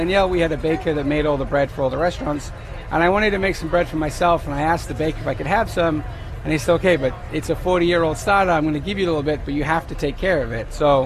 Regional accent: England, United Kingdom; moved away; I'm English. I don't have any French blood in me

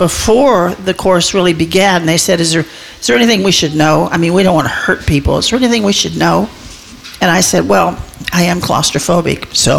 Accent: Kansas, United States; moved away; to envision the tall grass prairies back in Kansas where I had escaped. I always laughed and said I was an escapee from Kansas.

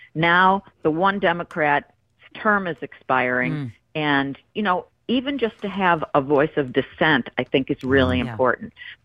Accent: Buffalo, New York, United States; I was the top editor of the Buffalo News in my hometown of Buffalo

